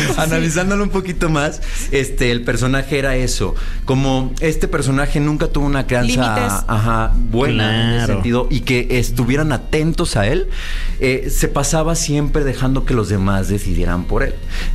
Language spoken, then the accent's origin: Spanish; Sahuayo, Michoacán, Mexico; Yo soy de Michoacán